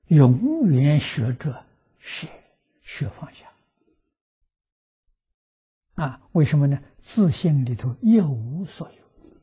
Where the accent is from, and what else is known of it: China